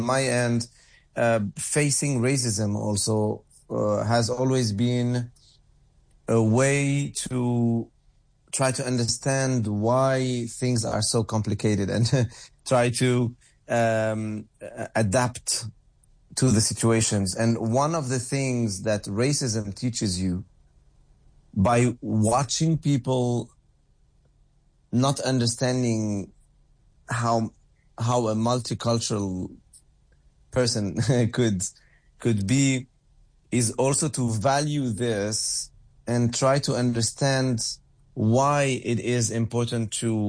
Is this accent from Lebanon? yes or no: yes; Lebanon; now in Europe; I come from Lebanon and I live in Europe or anything like that.